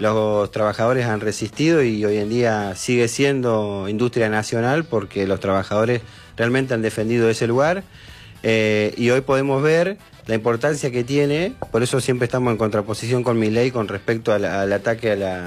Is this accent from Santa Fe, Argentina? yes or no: no; La Pampa, Argentina; por el simple hecho de que somos de La Pampa, capaz.